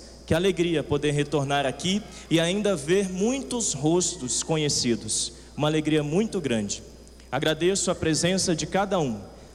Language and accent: Portuguese; Cachoeiro de Itapemirim, Espírito Santo, Brazil; moved away as an adult; now in Marataízes, Brazil; Sou natural de Cachoeiro de Itapemirim, mas hoje exerço meu ministério lá na paróquia Santíssima Trindade, em Marataízes. Eu tenho exatamente uma semana e um dia de ordenado padre.